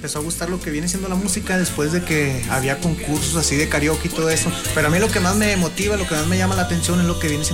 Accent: Parras de la Fuente, Coahuila, Mexico; somos de Parras

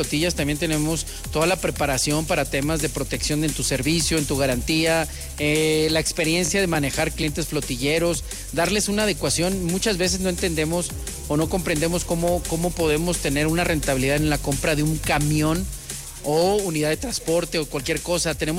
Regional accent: Colombia; Entonces yo creo que va a ser algo tranquilo, como todo colombiano.

